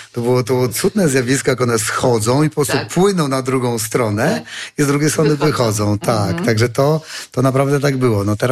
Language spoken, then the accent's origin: Polish; Suwałki, Podlaskie Voivodeship, Poland; Ja rzeczywiście pochodzę z Suwałk. Nie tak strasznie daleko, tak, czyli z nad Czarnej Hańczy